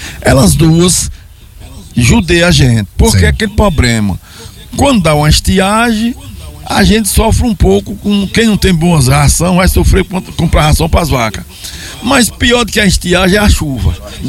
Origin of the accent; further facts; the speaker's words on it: Paraná, Brazil; also born or lived in Sergipe / São Paulo; porque eu não nasci aqui, quer dizer, nasci no estado de Sergipe, mas fui criado quase no Paraná e São Paulo, no interior.